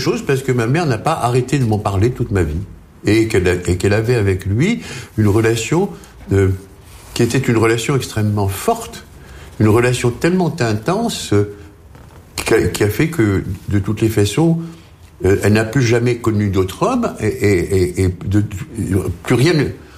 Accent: Algeria; born there; first language Arabic; French is a second language; quand on est arrivé en Algérie, la solitude était encore plus grande, puisque nous arrivions dans un milieu dont nous ne connaissions rien. Le français n'était pas notre langue, nous ne savions rien. L'arabe algérien n'était pas l'arabe que nous parlions

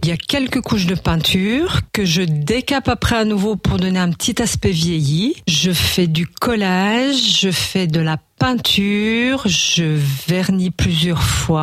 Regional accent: Bussang, Grand Est, France; also born or lived in Gérardmer; now in Gerbépal, France; Je suis née à Bussan, oui. Oui, oui, j'habite Gerbépal, mais je suis née à Bussan. J'ai habité quelques années à Gérardmer également. Oui, je suis une vraie Vosgienne.

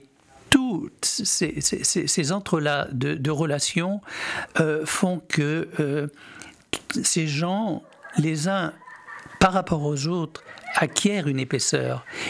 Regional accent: Nouvelle-Aquitaine, France; parce que Le fils de Lise Alberti se déroule en Charente. Pourquoi en Charente? Parce qu'en fait, c'est ma terre natale.

